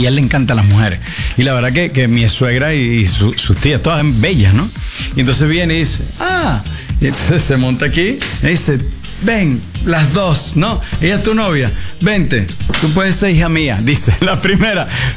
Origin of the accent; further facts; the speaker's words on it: Venezuela; now in Spain; A ver, yo soy venezolano y vivo en España, pero yo no sé por qué me sale.